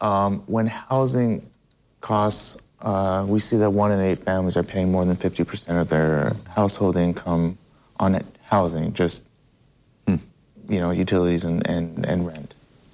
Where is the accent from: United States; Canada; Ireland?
Canada; Montreal, Quebec; So actually, I grew up in Montreal, Canada.